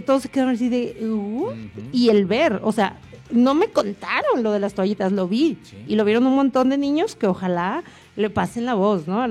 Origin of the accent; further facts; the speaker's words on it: San Diego de la Unión, Guanajuato, Mexico; now in Camargo, Mexico; En mi pueblo, y te estoy hablando de San Diego de la Unión, Guanajuato